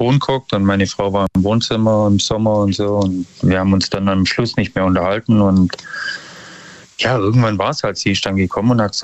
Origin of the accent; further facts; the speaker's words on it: Ulm, Baden-Württemberg, Germany; Ich bin aus Ulm, Neum.